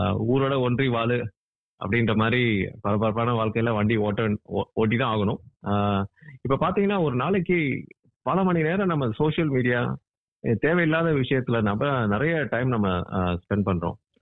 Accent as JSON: {"language": "Tamil", "country": "India", "tie": "born or raised there", "moved": "as an adult", "lives_now": "Australia", "said": "நான் இந்தியாவில் தான் பிறந்து வளர்ந்தேன்."}